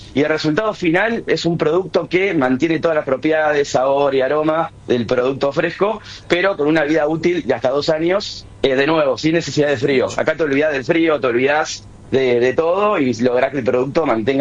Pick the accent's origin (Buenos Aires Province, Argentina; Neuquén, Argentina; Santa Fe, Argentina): Buenos Aires Province, Argentina; Mar del Plata; No somos nada. De hecho, yo soy de Mar del Plata y él, entiendo que de Córdoba.